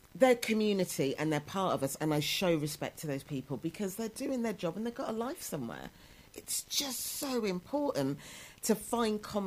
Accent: Coventry, West Midlands, United Kingdom; moved away; I'm an only child. I was brought up in Coventry.

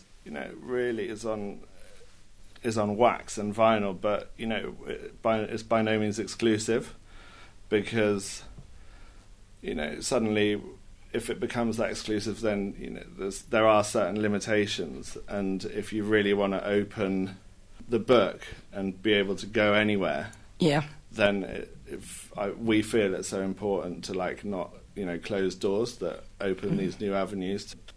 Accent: Stroud, South West England, United Kingdom; I grew up in Stroud from the age of 4, an amazing town

